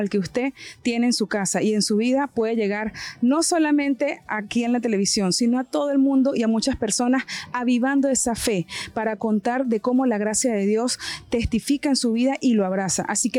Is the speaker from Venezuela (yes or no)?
yes; Venezuela; moved away as an adult; now in Panama; Soy de Venezuela, ya 9 años residenciada acá en Panamá